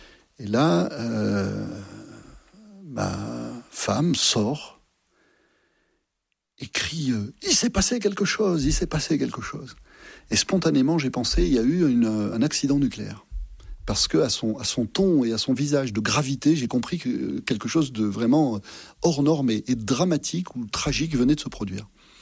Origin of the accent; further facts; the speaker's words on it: Massif Central, France; moi je suis originaire du Massif Central, alors j'aime beaucoup la capitale, hein, mais c'est quand même pas mon milieu naturel.